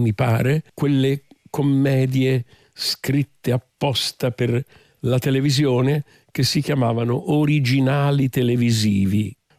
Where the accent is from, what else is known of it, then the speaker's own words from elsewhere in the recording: Milan, Lombardy, Italy; born there; I miei genitori sono siciliani e sono nato per errore a Milano, città che amo moltissimo